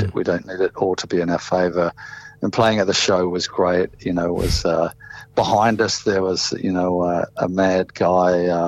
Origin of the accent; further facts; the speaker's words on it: Mount Gambier, South Australia, Australia; born there; I was born in South Australia in Mount Gambier